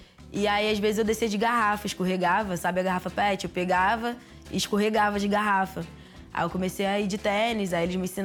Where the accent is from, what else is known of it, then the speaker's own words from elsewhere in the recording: Rio de Janeiro, Brazil; Eu nasci no Rio de Janeiro, em Campo Grande. Eu comecei a andar de skate em 2007. Eu tinha 7 anos. Eu costumava brincar perto da casa da minha mãe, numa praça.